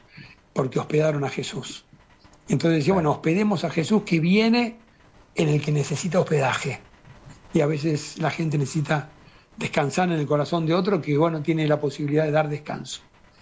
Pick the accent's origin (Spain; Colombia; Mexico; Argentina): Argentina; now in Rome, Italy; para los que estamos acá, porque somos argentinos, que no desde la Argentina.